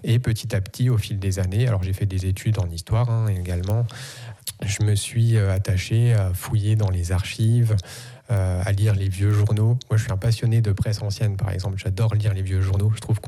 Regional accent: Neufchâteau, Grand Est, France; born or raised there

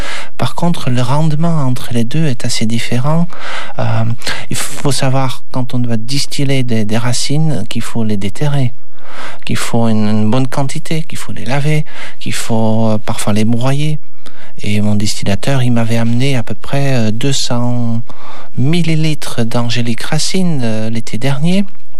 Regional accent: Belgium; now in southern France; je suis belge et l'angélique, l'huile essentielle d'angélique, c'est vraiment une spécialité du Nord. Et de la Belgique, de la région d'où je viens

